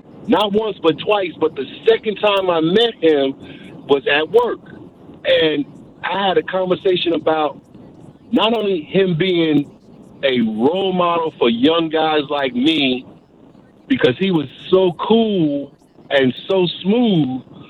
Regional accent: New York, United States; I'm also happy that my New York Knicks, because I am a New Yorker, have provided a safe space against all the haters like Harry Douglas.

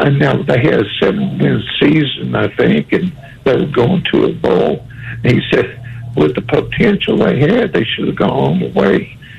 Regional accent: Arkansas, United States; I grew up in Arkansas, going without a shirt all summer, and I'm kind of a fair-haired black guy.

